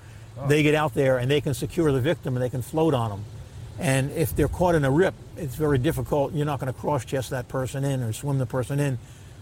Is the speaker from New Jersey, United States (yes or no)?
yes; New Jersey, United States; I grew up on the Jersey Shore. I grew up right across the street from Shark River down the road, and I grew up on the beaches in Avon further down.